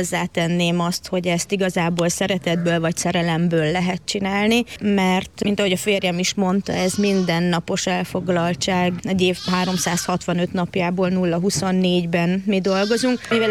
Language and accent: Hungarian; Eger, Heves, Hungary; moved away; Én egri gyerek vagyok